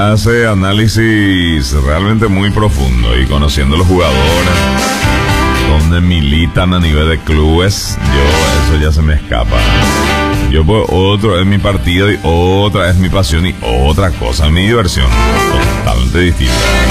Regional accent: Concepción, Paraguay; Buen día, mi patria chica. Buen día, Concepción.

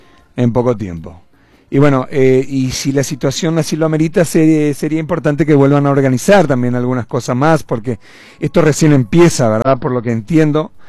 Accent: Caacupé, Cordillera, Paraguay; como casapeños, como paraguayos, siempre somos muy solidarios, muy activos

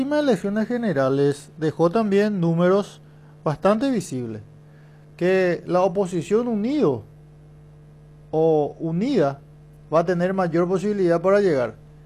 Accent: Paraguay; Nuestro sistema en Paraguay

